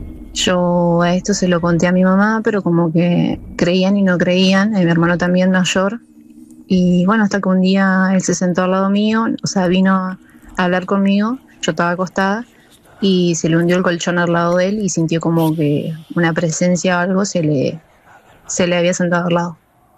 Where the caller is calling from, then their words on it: Paraná, Entre Ríos, Argentina; De Paraná, Entre Ríos.